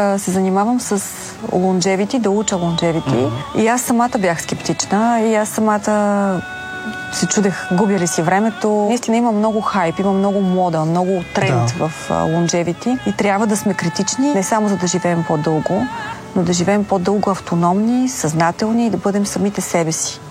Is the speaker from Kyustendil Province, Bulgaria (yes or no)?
no; Bansko, Blagoevgrad Province, Bulgaria; Аз съм от Банско.